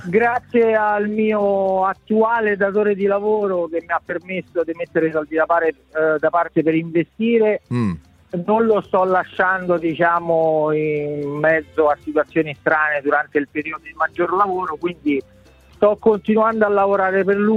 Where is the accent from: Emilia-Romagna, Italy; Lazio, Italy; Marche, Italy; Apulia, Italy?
Lazio, Italy; Rome; No, sono romano di Roma.